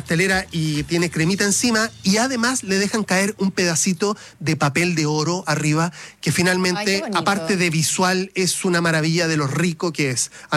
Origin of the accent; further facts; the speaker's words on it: Puente Alto, Santiago Metropolitan Region, Chile; soy un guaso, no, yo soy de Puente Alto